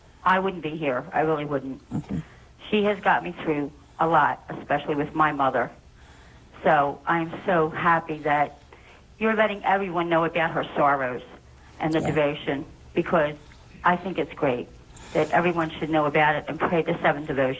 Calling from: Philadelphia, Pennsylvania, United States; Hi, Mother. I'm from Philadelphia.

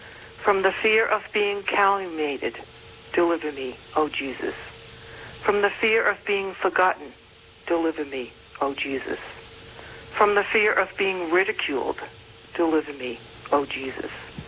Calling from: Worcester, Massachusetts, United States; Worcester, Massachusetts.

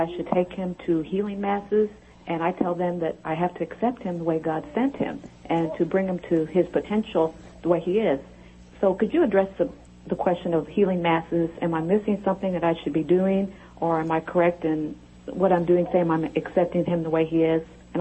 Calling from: Missouri, United States; I'm from Missouri.

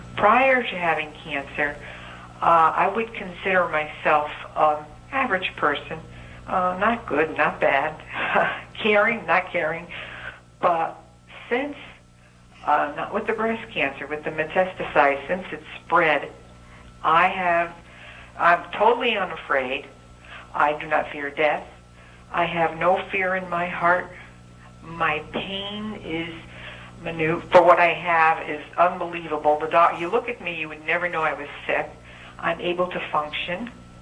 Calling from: Connecticut, United States; I'm from Connecticut.

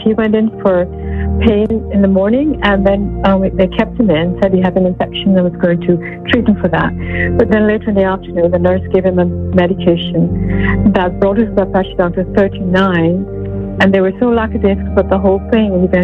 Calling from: Paris, Île-de-France, France; Thanks for taking my call. I'm calling you from Paris.

